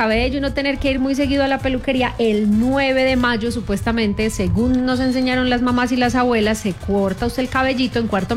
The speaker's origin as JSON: {"language": "Spanish", "town": "Santo Domingo", "region": "Antioquia", "country": "Colombia", "tie": "born there", "said": "En mi pueblo, por ejemplo, Santo Domingo, Antioquia"}